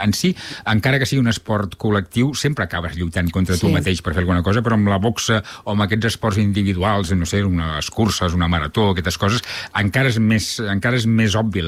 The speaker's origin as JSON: {"language": "Catalan", "town": "Reus", "region": "Catalonia", "country": "Spain", "tie": "born or raised there", "said": "a Reus, jo sóc de Reus"}